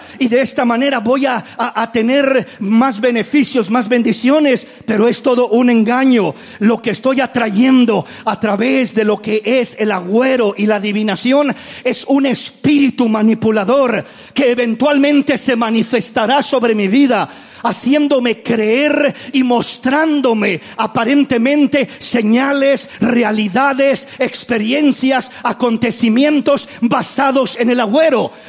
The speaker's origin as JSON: {"language": "Spanish", "country": "Mexico", "moved": "yes", "said": "el búho o el tecolote, le llamamos en México"}